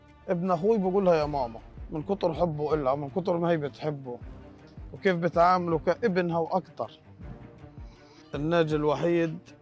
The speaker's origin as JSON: {"language": "Arabic", "country": "Palestine", "said": "إحنا كفلسطينيين عنا العزيمة وعنا القوة إنه نرجع نبدأ حياتنا من جديد"}